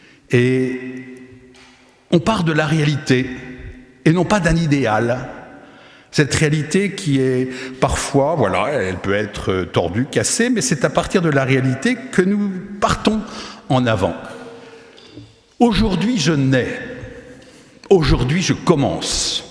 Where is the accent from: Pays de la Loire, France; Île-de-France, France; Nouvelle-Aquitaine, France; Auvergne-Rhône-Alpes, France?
Pays de la Loire, France; Nantes; Moi, je suis Nantais d'origine.